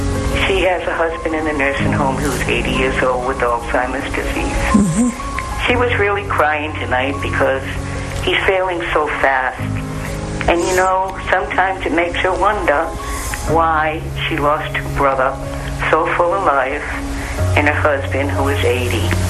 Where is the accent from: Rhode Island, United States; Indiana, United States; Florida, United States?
Rhode Island, United States; I'm from Rhode Island.